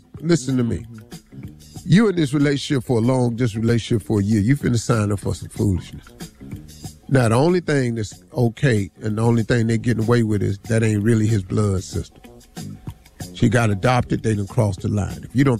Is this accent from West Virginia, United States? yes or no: yes; Welch, West Virginia, United States; born or raised there